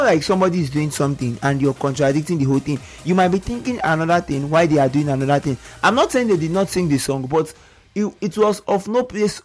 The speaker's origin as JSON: {"language": "English", "country": "Argentina", "said": "I'm from Argentina."}